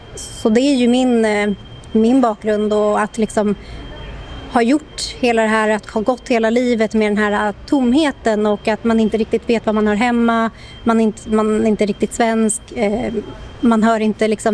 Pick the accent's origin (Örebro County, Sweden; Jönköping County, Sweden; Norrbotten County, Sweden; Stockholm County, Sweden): Stockholm County, Sweden; Stockholm; jag är ju då född och uppvuxen i Stockholm och vår familj är ju en av de familjerna som höll på att bli helt assimilerade. Jag fick veta att vi i familjen fick veta att vi var samer, då var jag vuxen ålder, jag var runt 21.